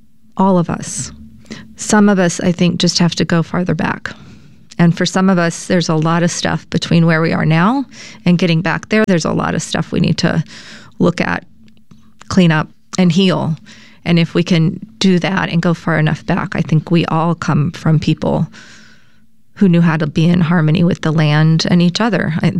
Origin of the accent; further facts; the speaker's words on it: Lake Charles, Louisiana, United States; I grew up in Lake Charles, and that is considered the Acadiana part of it, of the state